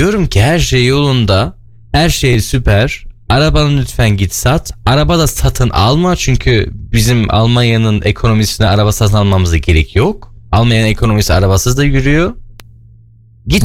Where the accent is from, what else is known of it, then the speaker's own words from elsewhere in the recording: Germany; auch Deutschland ist meine Heimat und auch da würde ich mich freuen, wenn Deutschland gewinnt.